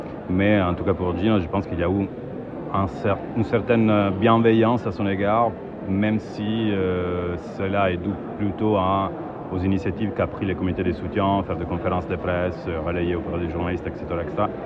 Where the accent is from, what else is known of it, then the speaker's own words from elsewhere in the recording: Italy; now in France; Ben, nous, en tant qu'Italien, on connaît très bien l'histoire de l'extrême gauche, on est réfugié en France.